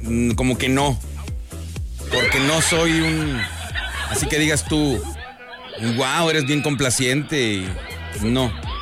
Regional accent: Mexico; soy más mexicano que...

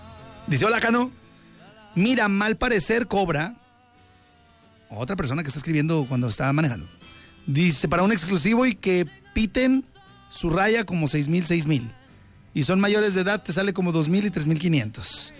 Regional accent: Saltillo, Coahuila, Mexico; No más somos de Saltillo, compadre.

